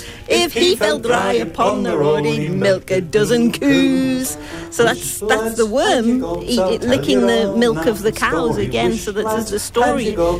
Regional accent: Washington, North East England, United Kingdom; moved away; I'm from Washington in the northeast of England, which is where Washington, D.C. is named after, little tiny village. And we have this area called Lambton, which is part of Washington.

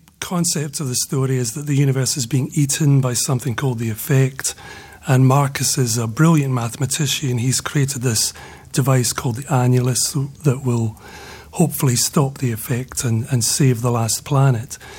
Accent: Scotland, United Kingdom; I mean, being a Scot, I have a natural affinity for the French French nation.

